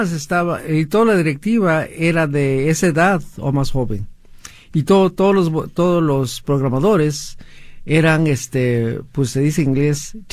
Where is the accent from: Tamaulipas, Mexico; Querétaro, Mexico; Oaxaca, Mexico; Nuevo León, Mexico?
Oaxaca, Mexico; now in United States; en mi pueblo en Oaxaca, en mi niñez, juventud